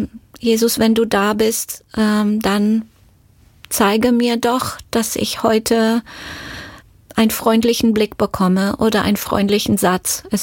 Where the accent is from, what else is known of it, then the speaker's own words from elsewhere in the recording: Romania; moved away; Natürlich gingen mir die Geschichten aus Rumänien und aus meiner Jugendzeit sehr nach.